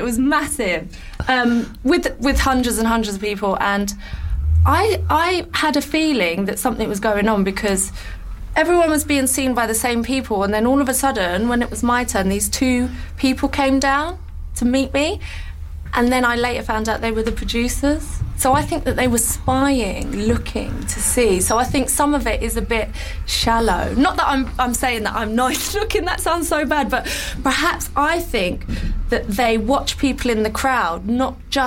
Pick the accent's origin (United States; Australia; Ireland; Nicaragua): Ireland; I'm Irish